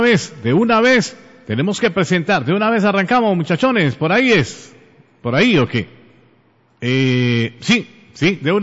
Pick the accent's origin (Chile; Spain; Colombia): Colombia; hay que hacerlo como buen colombiano.